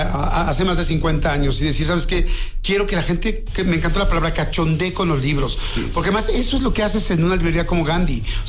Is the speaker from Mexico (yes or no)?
yes; Mexico; Porque somos mexicanos y estamos también ahí.